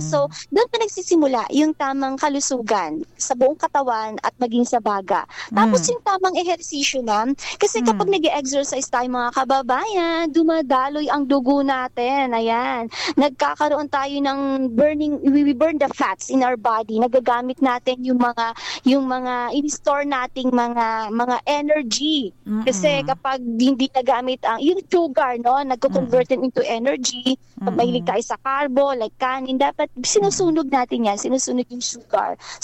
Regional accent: Manila, Metro Manila, Philippines; now in Mindanao, Philippines; I'm from Manila

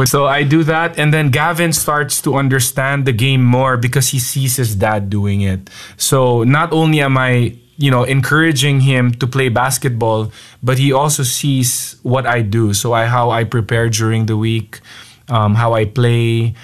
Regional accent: Baguio, Cordillera Administrative Region, Philippines; Born and raised in Baguio. Then I got recruited 2002 to play in Ateneo.

